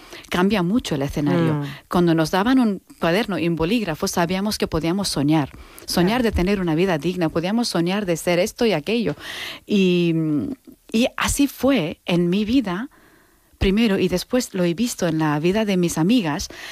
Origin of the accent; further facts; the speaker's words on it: Anantapur, Andhra Pradesh, India; Spanish is a second language; now in Mallorca, Spain; Estamos hablando del sur de la India. Uh-huh. Mi pueblo se llama Anantapur, uh-huh. la provincia se llama, estado se llama Andhra Pradesh, ¿vale? Uh-huh. Y de ahí a Mallorca, ¿no? He venido.